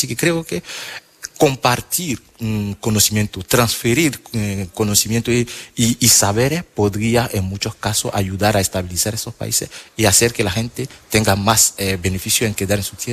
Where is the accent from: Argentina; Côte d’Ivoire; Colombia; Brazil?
Côte d’Ivoire; now in Las Palmas de Gran Canaria, Spain; Soy de Costa de Marfil, soy nacional de Costa de Marfil.